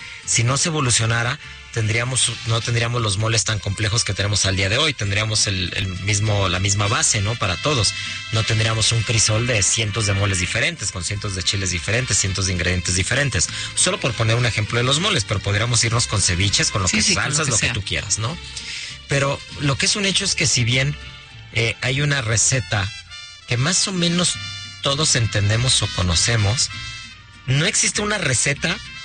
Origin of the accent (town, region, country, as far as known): Mexico